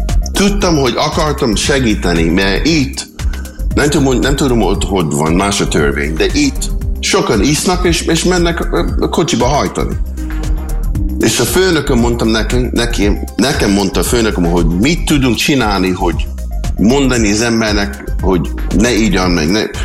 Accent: Hungary; now in United States; Én olyan boldog vagyok, hogy magyar vagyok.

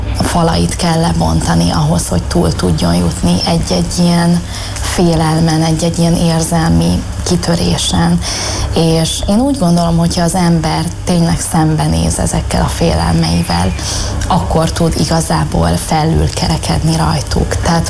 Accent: Netherlands; Hát valószínűleg egy rossz élmény idézte ezt elő, ami ugye gyermekkoromban nagyon sokáig Hollandiában éltünk. Édesapám ugye ott dolgozott 14 évig, és így ugye az egész család megkapta a holland állampolgárságot, és mi ugye a gyermekkorunk nagy részét ott töltöttük

